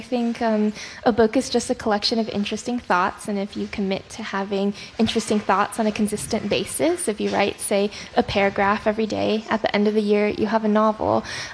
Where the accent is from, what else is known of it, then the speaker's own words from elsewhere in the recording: United States; born there; first language Chinese; English is a second language; My first language was Chinese, but then we moved to the U.S. when I was very young. So then my English rapidly overtook my Chinese. For the first few years in elementary school, I had a very thick accent.